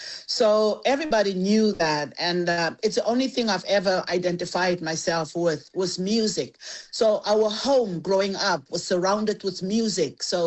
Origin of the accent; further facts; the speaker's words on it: Thokoza, Gauteng, South Africa; now in Canada; I was raised in Thokoza, in the East Rand at Thokoza, not Soweto. Let's give East Rand an applause.